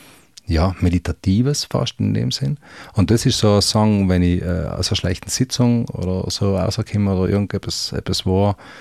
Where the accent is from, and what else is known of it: Trentino-Alto Adige, Italy